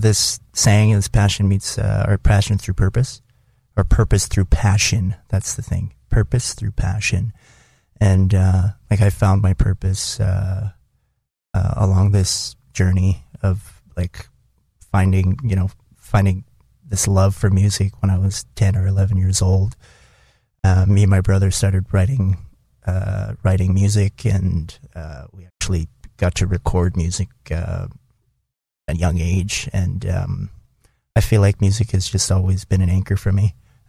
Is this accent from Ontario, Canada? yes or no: no; Wabasca, Alberta, Canada; we're actually back in my hometown of Wabaska on Canada Day.